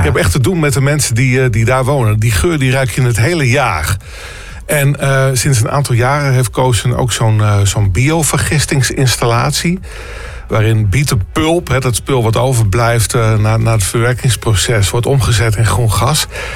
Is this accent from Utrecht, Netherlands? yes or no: no; Groningen, Netherlands; Ja, ik ben opgegroeid in Selwen. Dus daar ook werd ook wel geregeld. Ja. En ik woon nu in het noordwesten van de stad.